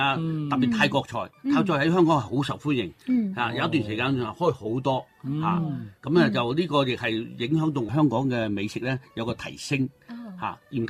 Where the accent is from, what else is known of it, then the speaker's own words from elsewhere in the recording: Guangzhou, Guangdong, China; 因為證明咧，我哋廣州人咧，佢唔係好注重嗰個